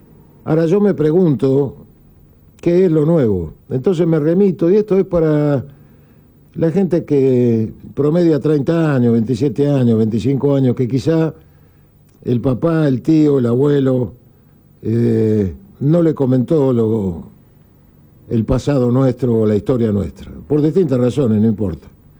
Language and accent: Spanish; Argentina